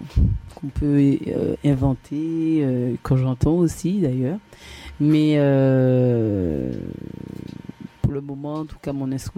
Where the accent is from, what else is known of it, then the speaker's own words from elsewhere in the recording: Sainte-Marie, Martinique; also born or lived in La Trinité, Martinique; plus d'une quarantaine d'années hein, que je vis sur cette île. Mm-hmm. Et je suis originaire de la commune de Sainte-Marie, plus précisément. Ouais. Et ensuite, j'ai migré sur Trinité. Et ensuite, il y a eu plein de déménagements, il y a eu plein de parcours sur la Martinique.